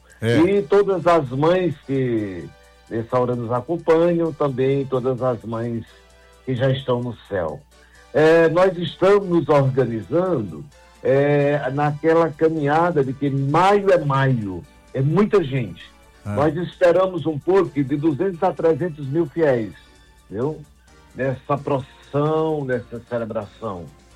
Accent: Barbalha, Ceará, Brazil; born there; also born or lived in Crato; Olha, como eu nasci em Barbalho de Santo Antônio, você conhece muito bem a história lá do Paulo de Santo Antônio, história, né?

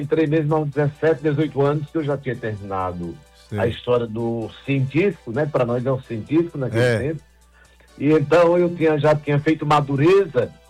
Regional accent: Crato, Ceará, Brazil; Eu de origem, eu sou da Diocese do Crato.

